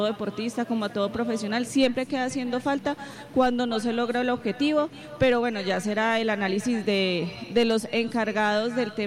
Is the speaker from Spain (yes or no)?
no; Colombia; lo digo como colombiana, lo digo como televidente